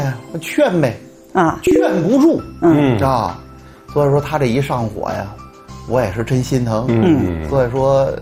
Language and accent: Chinese; Xuzhou, Jiangsu, China; 大家好，我是来自徐州的